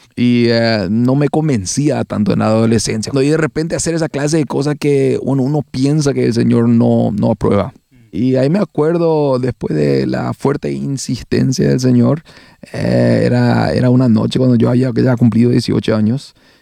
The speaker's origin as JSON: {"language": "Spanish", "town": "Asunción", "country": "Paraguay", "tie": "born or raised there", "also_born_or_lived": "Canada / Germany / Switzerland", "moved": "as an adult", "said": "Yo nací, me crié en Asunción por gran parte de mi vida. Yo soy asunciano de Paraguay."}